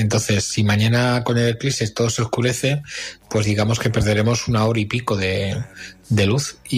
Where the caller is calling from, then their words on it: Madrid, Community of Madrid, Spain; de Madrid.